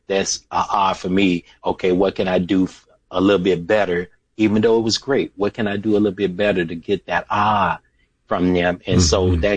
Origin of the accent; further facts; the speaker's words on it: Memphis, Tennessee, United States; But yes, I am originally from Memphis. And so I had to keep Memphis alive and keep that name in there.